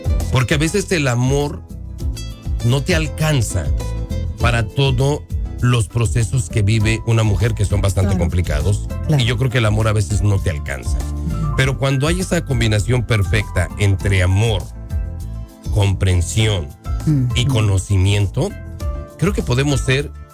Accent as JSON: {"language": "Spanish", "country": "Mexico", "said": "como mexicanos, exacto, tenemos ese título de que somos muy machistas."}